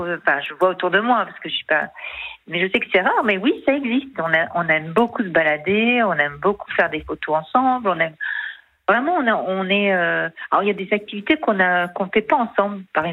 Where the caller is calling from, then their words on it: Bergerac, Nouvelle-Aquitaine, France; Non, j'habite à Bergerac.